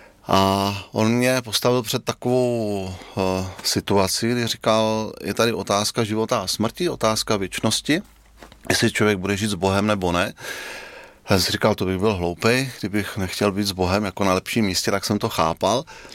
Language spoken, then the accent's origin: Czech; Brno, South Moravian Region, Czechia; Tak, já jsem z Brna a jsem pastorem Církve Slovo života.